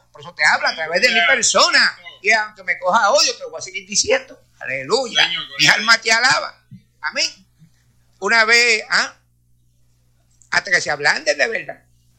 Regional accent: Corozal, Puerto Rico; born there; en el pueblo de Corozal, en mi pueblo

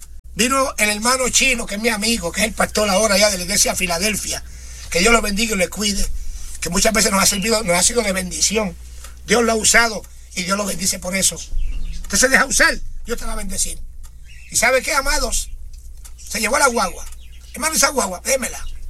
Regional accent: Puerto Rico; moved away; Yo no tenía seguro aquí, yo soy de Puerto Rico, vivía allá.

